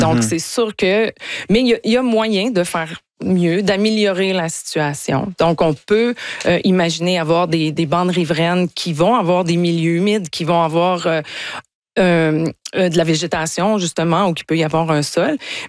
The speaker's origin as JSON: {"language": "French", "region": "Quebec", "country": "Canada", "tie": "born or raised there", "said": "Puis, en passant, j'ai grandi en Gaspésie, moi."}